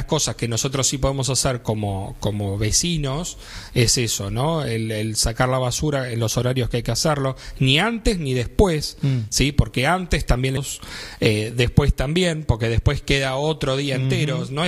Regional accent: Villa Adelina, Buenos Aires Province, Argentina; Viví toda mi vida en Villa de Lina, me crié en Villa de Lina, y vi el estancamiento y sufrí el estancamiento de Villa de Lina. Y como joven, ahora recién casado encima

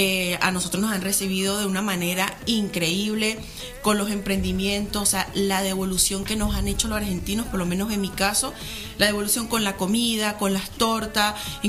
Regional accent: Venezuela; moved away; nosotros los venezolanos

